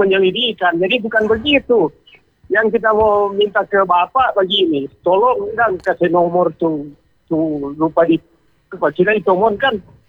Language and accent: Indonesian; Tomohon, North Sulawesi, Indonesia; misalnya kita misalnya di Manado toh, kita orang Tomohon, kalau kita lihat kejadian di Manado bisa kan kita juga kasih laporan toh.